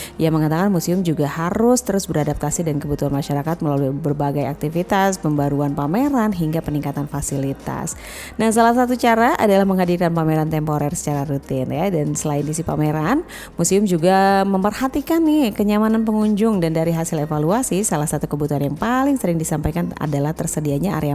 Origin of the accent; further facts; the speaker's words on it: Lebak, Banten, Indonesia; Dan bangga juga kita sebagai warga Lebak ya